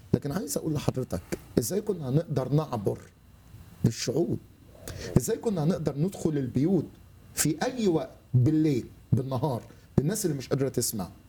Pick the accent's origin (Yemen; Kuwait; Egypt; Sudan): Egypt; إحنا عندنا في مصر بيبقى في كنائس كل يوم شغالة اجتماعات